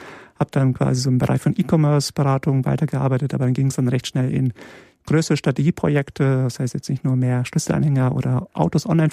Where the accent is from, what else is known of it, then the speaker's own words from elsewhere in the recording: Lünen, North Rhine-Westphalia, Germany; first language Polish; also born or lived in Poland / Münster; now in Bremen, Germany; im Ruhrgebiet aufgewachsen, okay. Also näher Dortmund, Lünen, Kleinstadt.